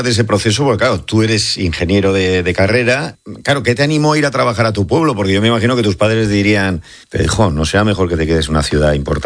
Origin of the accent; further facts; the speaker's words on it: Armallones, Castilla-La Mancha, Spain; yo soy de Armayones, el del Recuenco, y son pueblos pues que están justo al lado